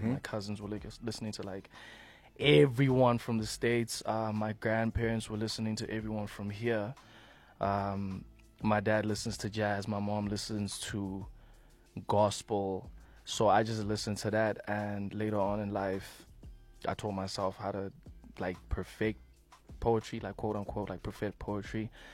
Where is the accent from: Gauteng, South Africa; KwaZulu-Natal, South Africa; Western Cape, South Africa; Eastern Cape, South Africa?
Gauteng, South Africa; also born or lived in Botshabelo, Free State; I am from the Vaal. I was born in Botshabelo in Bloemfontein, but I grew up in the Vaal.